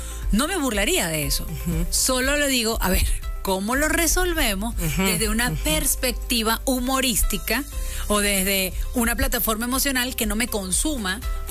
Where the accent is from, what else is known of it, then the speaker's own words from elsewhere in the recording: Venezuela; moved away; yo soy inmigrante. Uh-huh. Una cosa es una crisis que yo viví en Venezuela como venezolana a una edad.